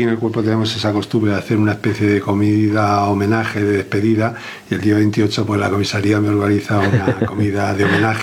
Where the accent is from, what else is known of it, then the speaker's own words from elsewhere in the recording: Madrid, Community of Madrid, Spain; also born or lived in Alicante; now in Alcoy, Spain; Tuve varios destinos en Madrid, porque bueno, es la ciudad de la que provengo, aunque no nací en Madrid, pero desde niño fui allí